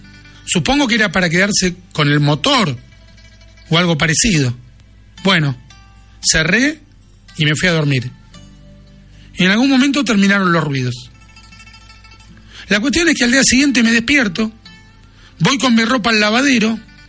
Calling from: Buenos Aires, Argentina; de Boedo. Vivo en un PH, subiendo una escalera.

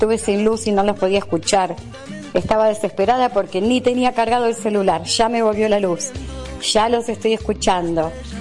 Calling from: Buenos Aires, Argentina; Soy la jubilada de Boedo.

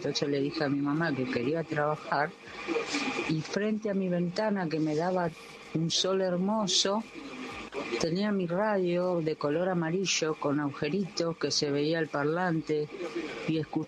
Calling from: Bernal, Buenos Aires Province, Argentina

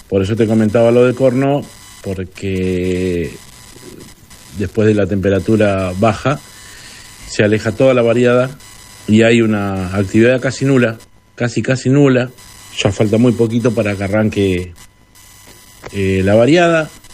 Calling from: Miramar, Buenos Aires Province, Argentina; de Miramar

